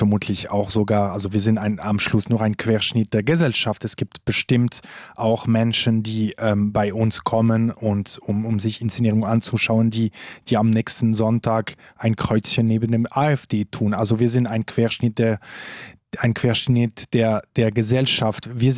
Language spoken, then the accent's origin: German; Romandy, Switzerland; now in Saxony-Anhalt, Germany; als Schweizer und vielleicht noch sogar als Westschweizer, also französischsprachige Schweizer